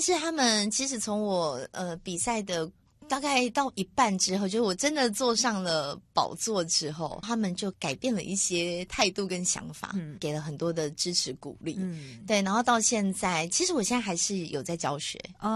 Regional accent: Chiayi, Taiwan; born there; also born or lived in Taichung; 因为我老家在嘉义，从南部要回到台中，

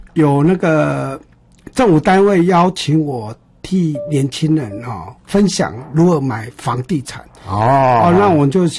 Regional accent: Yilan County, Taiwan; 对对对就把最新的消息 news 马上跟大家讲我是宜兰人

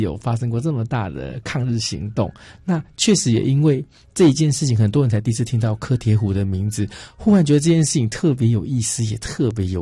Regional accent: Gukeng, Yunlin County, Taiwan; 我是古坑人嘛，

